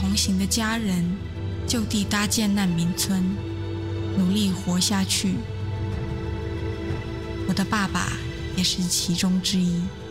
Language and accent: Chinese; Northern Thailand, Thailand; 我回到泰北，我的故乡，我实现了我的梦想。